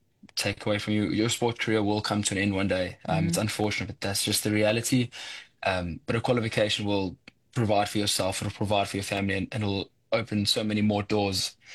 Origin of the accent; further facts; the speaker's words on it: Port Shepstone, KwaZulu-Natal, South Africa; moved away as an adult; also born or lived in Johannesburg; I'm from Port Shepstone, on the lower south coast of KZN